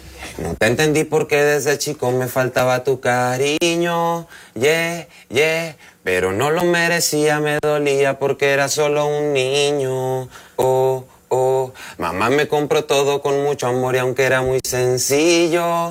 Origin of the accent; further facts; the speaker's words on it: Tepic, Nayarit, Mexico; Soy de Tepic, Nayarit, orgullosamente.